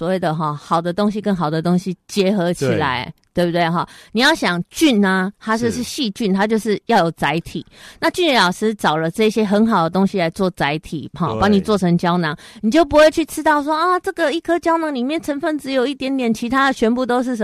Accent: Taiwan; 不是只有我们台湾人在吃，

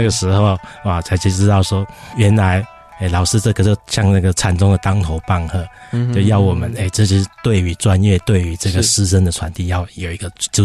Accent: Lukang, Changhua County, Taiwan; 有时候我们来自鹿港，也是算乡下地区的小孩，

